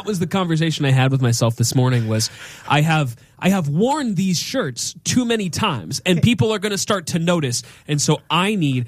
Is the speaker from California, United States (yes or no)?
yes; California, United States; Yeah, because I was from California.